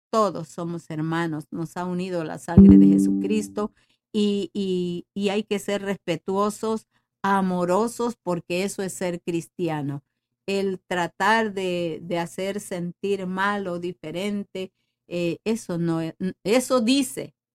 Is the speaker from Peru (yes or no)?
no; Mexico; ay, no he conocido una gente tan agradecida como los mexicanos. ¿Qué manera de agradecer los mexicanos? Porque la verdad que sí, somos muy agradecidos